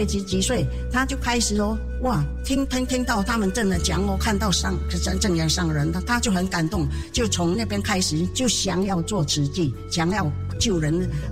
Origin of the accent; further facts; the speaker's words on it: Philippines; now in Taiwan; 我们是土生土长的菲律宾华侨。我们这个就是全家，就是我有四个孩子，所以我四个孩子，我们都30年、30年前以前就把他带来台湾